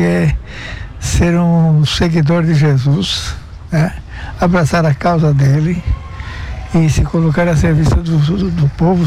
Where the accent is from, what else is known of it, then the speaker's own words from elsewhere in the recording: Orleans, Santa Catarina, Brazil; Orleans, minha terra suíça brasileira.